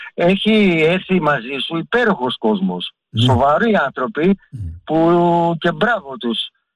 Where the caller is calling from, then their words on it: Ilioupoli, Attica, Greece; από Ηλίουπολη.